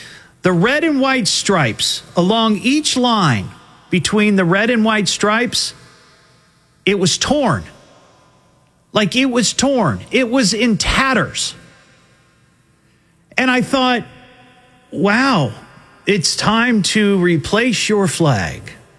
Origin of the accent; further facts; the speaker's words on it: Beaver Creek, United States; in Beaver Creek. I did this last year, and I'd like to make this an annual tradition because that's my hometown